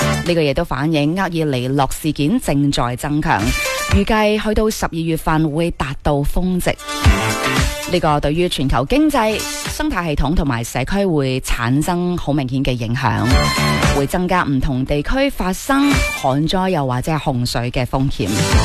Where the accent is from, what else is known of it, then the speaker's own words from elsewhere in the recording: Guangdong, China; 作为广东人